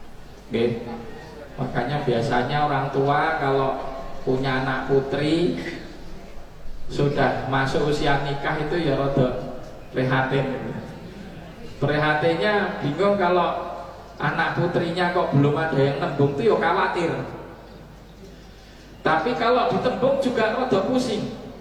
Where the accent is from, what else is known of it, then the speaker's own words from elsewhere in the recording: Tawangmangu, Central Java, Indonesia; kami di Tawangmangu